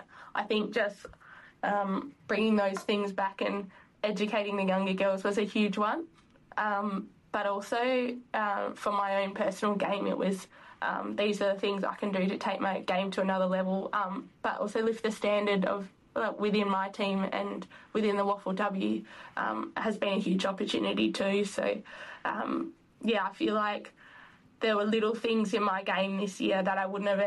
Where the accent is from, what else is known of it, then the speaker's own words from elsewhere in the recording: Northam, Western Australia, Australia; So, yeah, from the start, I guess I grew up country. So I grew up Northern Way in the Wheatbelt.